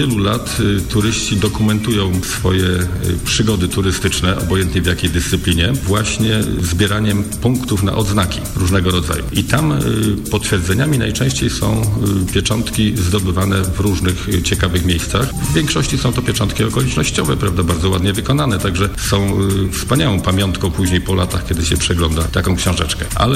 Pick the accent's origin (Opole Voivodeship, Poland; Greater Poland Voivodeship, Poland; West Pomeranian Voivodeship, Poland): Greater Poland Voivodeship, Poland; ja akurat jestem wielkopolaninem, także bardzo często w swoim rejonie wychodzę na wycieczki. Mieszkam niedaleko od Puszczy Noteckiej. To taki duży kompleks leśny pomiędzy Wartą a Notecią. Mieszkam też na niedaleko po jeziorze Międzychodzko-Sierakowskiego.